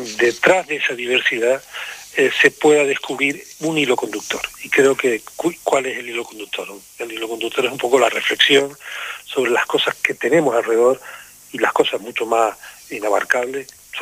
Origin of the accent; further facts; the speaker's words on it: Canary Islands, Spain; yo creo que los canarios hemos demostrado una capacidad de superación de las dificultades